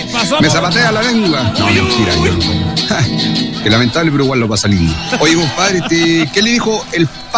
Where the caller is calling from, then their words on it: Puerto Montt, Los Lagos, Chile; desde Puerto Montt.